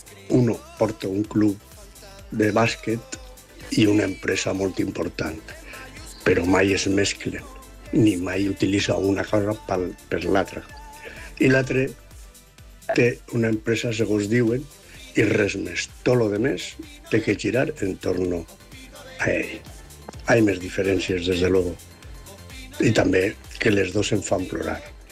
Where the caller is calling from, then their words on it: Valencia, Valencian Community, Spain; de València.